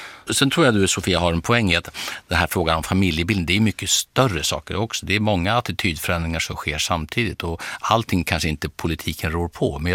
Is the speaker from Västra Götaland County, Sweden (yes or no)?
no; Lund, Skåne, Sweden; born there; Ja, min födelsestad.